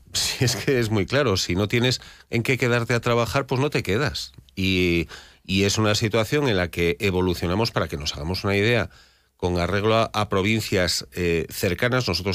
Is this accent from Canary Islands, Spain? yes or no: no; Castile and León, Spain